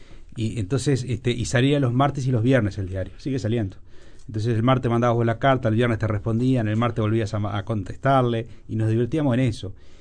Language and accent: Spanish; Uruguay